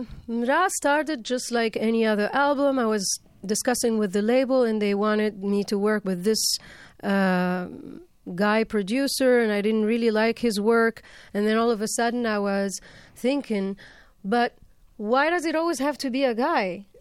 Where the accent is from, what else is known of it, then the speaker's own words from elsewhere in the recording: Tunisia; growing up in Tunisia, you feel that you really need to shake things up. And also as a woman, as a young woman, I felt like there were so many things wrong with us, with the Arab world.